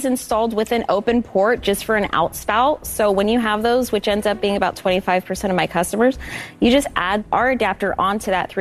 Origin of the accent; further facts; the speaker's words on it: El Dorado Hills, California, United States; Hello, sharks. … I am from El Dorado Hills, California, and I am the co-founder of Firefighter One.